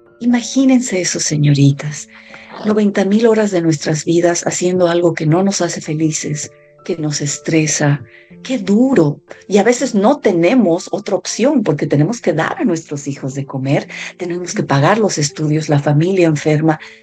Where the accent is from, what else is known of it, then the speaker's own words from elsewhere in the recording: Bolivia; moved away as an adult; now in Hawaii, United States; soy boliviana, resido en Hawái desde, van a ser 7 años ya